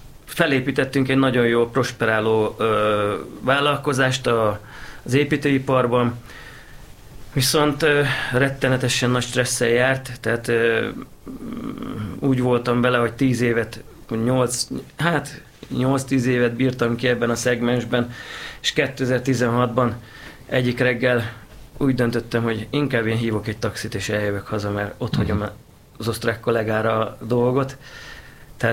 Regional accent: Hungary; also born or lived in Tyrol, Austria; now in Vaskút, Hungary; akcentusmentesen beszélem az osztrák dialektusokat, tehát hogyha nem szólalok meg magyarul, akkor senki nem veszi észre, hogy én magyar vagyok.

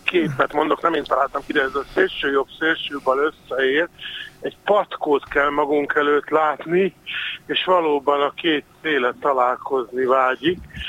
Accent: Hungary; iszonyú szerencsések vagyunk magyarként

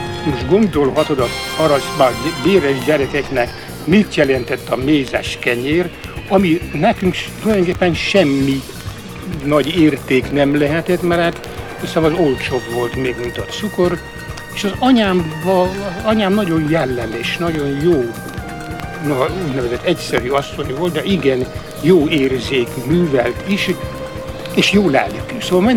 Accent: Felső Rácegres, Tolna, Hungary; messze eső puszta az, ahol én születtem, Rácseg, Felső Rácsegre, a Simon Tornya és Sárszentlőrinc között.

